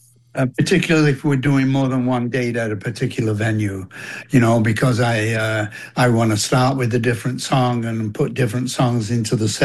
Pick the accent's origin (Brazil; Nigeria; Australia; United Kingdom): United Kingdom; England; moved away as an adult; now in United States; And even though I'm English, as you said, I have been an American citizen for about 50 years.